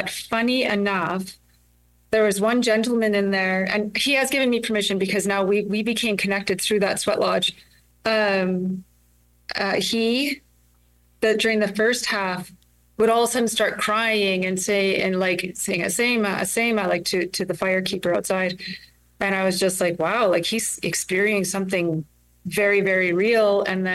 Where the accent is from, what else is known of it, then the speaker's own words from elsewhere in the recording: Steinbach, Manitoba, Canada; first language Ojibwe; English is a second language; also born or lived in Red Lake; And we grew up in Steinbach, and like the school had half days in German and half days in English, and I really didn't know what was going on. So I lost a lot of the Anishinaabemowin.